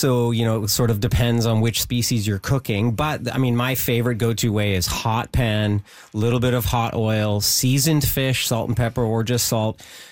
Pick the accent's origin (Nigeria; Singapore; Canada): Canada; British Columbia; born there; BC Day started in 1974, the year after I was born in the Okanagan Valley.